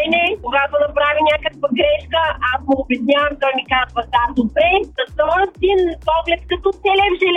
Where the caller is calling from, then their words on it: Stara Zagora, Stara Zagora Province, Bulgaria; съм от Стара Загора.